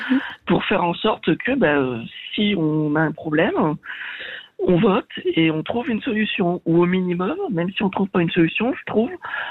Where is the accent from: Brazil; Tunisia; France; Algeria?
France; South-West France; je viens du sud-ouest de la France, on a quand même une langue dans le sud-ouest de la France qui s'appelle l'occitan.